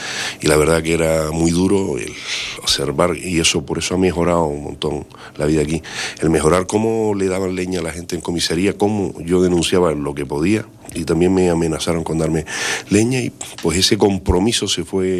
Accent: Canary Islands, Spain

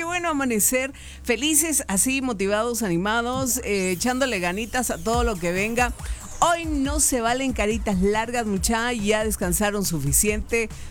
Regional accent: Alta Verapaz, Guatemala; born there; la fiesta del pueblo, que antes era una cosa impresionante, mi pueblito natal. E incluso veníamos a las de Cobán muy bonitas.

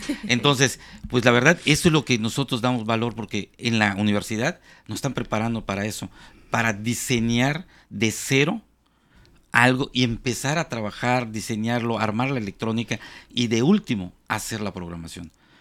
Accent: Yucatán, Mexico; tenemos la combinación de maya, somos orgullosos, yucatecos y todo.

